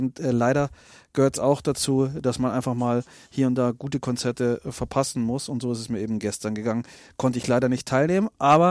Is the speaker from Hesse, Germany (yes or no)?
no; Landsberg am Lech, Bavaria, Germany; wurde auch schon vorher von mir im Schallplattenladen in Landsberg erworben, denn das ist meine Heimatstadt